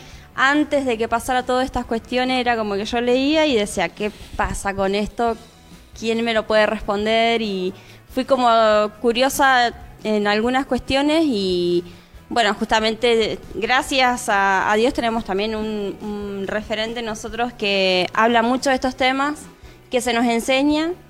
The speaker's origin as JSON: {"language": "Spanish", "region": "La Pampa", "country": "Argentina", "moved": "as an adult", "lives_now": "Mendoza, Argentina", "said": "vengo de La Pampa, estoy hace 12 años viviendo acá en Mendoza, me vine a estudiar."}